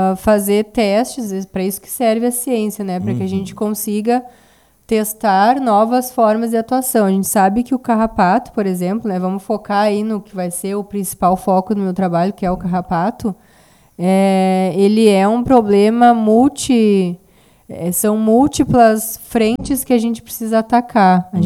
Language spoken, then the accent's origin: Portuguese; Rio Grande do Sul, Brazil; also born or lived in Caçapava do Sul; Sim, sou gaúcha, agora morava em Caçapava, por último.